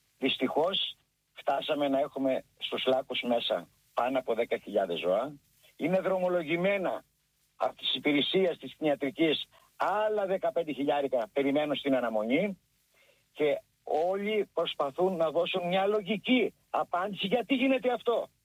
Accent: Skalochori, North Aegean, Greece; κατάγομαι από ένα χωριό που λέγεται Σκαλοχώρη.

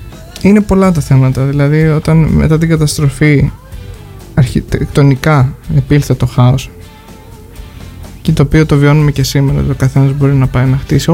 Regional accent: Zakynthos, Ionian Islands, Greece; Σαν ζακυνθινός λαός του σήμερα.

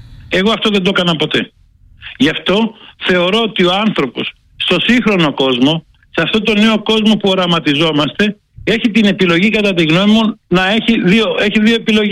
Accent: Athens, Attica, Greece; born there; Έχω γεννηθεί στην Αθήνα κατά λάθος.

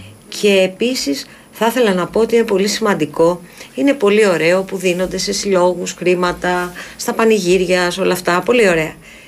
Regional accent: Kefalonia, Ionian Islands, Greece; moved away; εμείς που είμαστε και από την Κεφαλονιά

